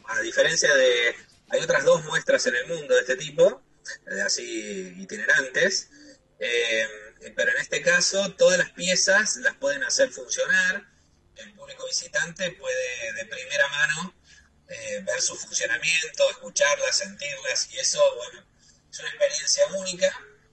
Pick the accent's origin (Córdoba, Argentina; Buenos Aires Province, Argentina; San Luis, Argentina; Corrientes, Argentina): Córdoba, Argentina; Córdoba, que es de donde soy yo